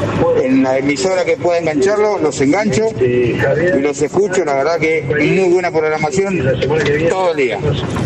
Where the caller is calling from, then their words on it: José C. Paz, Buenos Aires Province, Argentina; soy de José Cepaz, camionero.